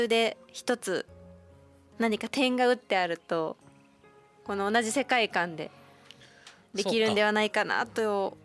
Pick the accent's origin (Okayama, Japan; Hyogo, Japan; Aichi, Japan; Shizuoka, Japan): Shizuoka, Japan; Makinohara; 私の地元の静岡県牧之原市が台風の被害があって